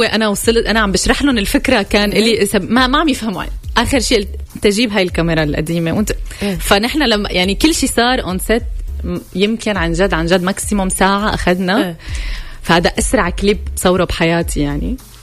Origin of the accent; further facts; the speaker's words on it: Syria; ضيعته بالعراق وضيعتي بسوريا، يعني قراب على بعض